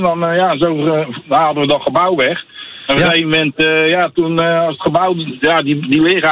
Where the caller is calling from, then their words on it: Rotterdam, South Holland, Netherlands; Ik ben in Blijdorp, Rotterdam Noord.